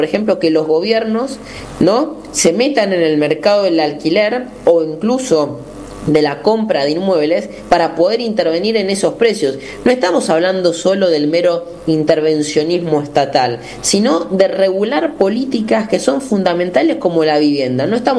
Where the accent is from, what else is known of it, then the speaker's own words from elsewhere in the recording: Buenos Aires, Argentina; quienes somos porteños